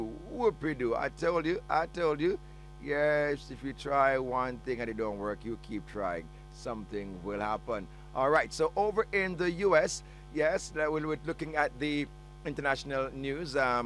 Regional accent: India; because I am not a Cuban. I'm not Jamaican. I'm India

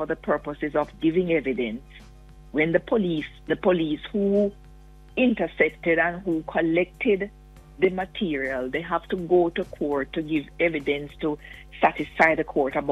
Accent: Westmoreland, Jamaica; When I was growing up in Westmoreland

